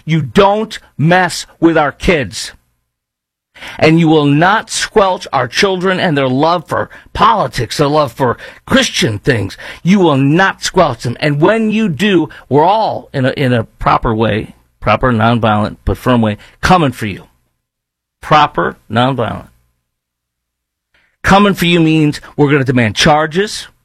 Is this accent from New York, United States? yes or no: no; Illinois, United States; I learned, growing up in Illinois, I learned that battery is any